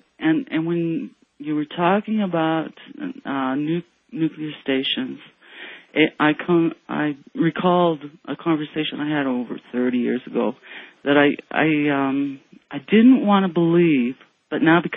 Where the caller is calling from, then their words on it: Calgary, Alberta, Canada; I'm calling from Calgary, QR77.